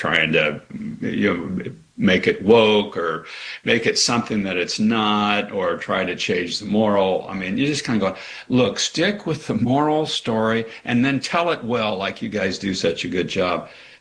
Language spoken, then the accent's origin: English; Kansas, United States; growing up in Kansas, of course, I mean, with the University of Kansas being one of the first places that the man that developed the sport coached at, I love basketball.